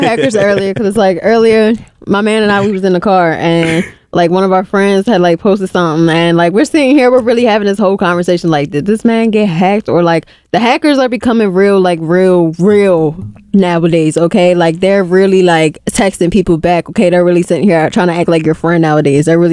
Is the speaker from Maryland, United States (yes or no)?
yes; Annapolis, Maryland, United States; I was born in Annapolis Hospital, but I lived out here my whole life.